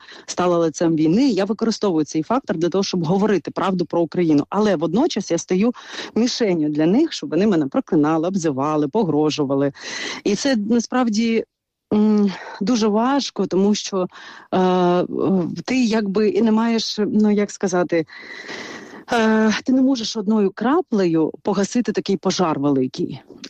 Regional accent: Odesa Oblast, Ukraine; А тут я підкреслю, що я українська болгарка, бесарабська болгарка, для того, щоб вони регіонально знали, звідки, де ми живемо

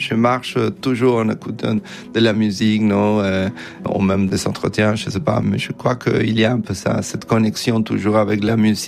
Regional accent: Argentina; French is a second language; moved away as an adult; now in France; quand je suis en Argentine maintenant, je me sens aussi un peu étrangère.

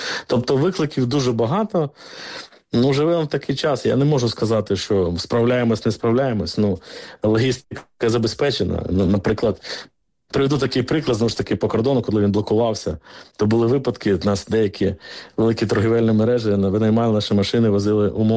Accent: Kherson, Kherson Oblast, Ukraine; ніхто не застрахований сьогодні ні в Мукачево, ні в моєму рідному Херсоні, ні в Харкові, ні в Сумах, ні в Києві

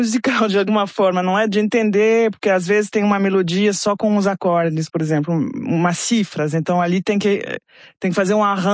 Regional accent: France; Mas eu cresci na França, então, claro, tinha essa convivência mais francesa, mas sempre essas raízes latino-americanas me chamando a atenção, a curiosidade de conhecer mais a Bolívia, né, o país materno

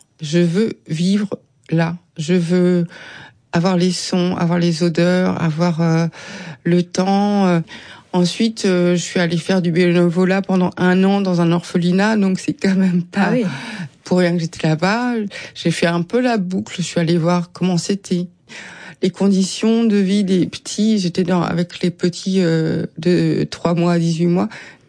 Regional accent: France; Donc, ils reconnaissent que j'ai été adoptée, que je suis française, mais je suis aussi vietnamienne.

